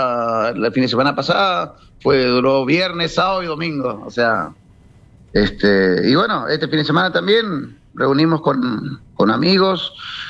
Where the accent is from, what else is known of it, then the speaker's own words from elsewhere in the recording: Santa Rosa, Corrientes, Argentina; moved away; Nosotros somos de Santa Rosa, Corrientes.